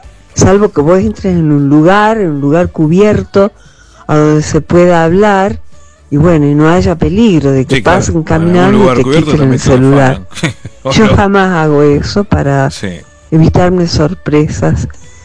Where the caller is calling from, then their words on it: Salta, Argentina; yo les hablo de Salta, capital.